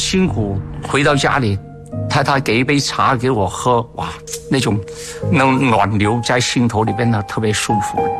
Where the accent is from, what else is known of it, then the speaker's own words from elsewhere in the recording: Guangdong, China; 我是广东人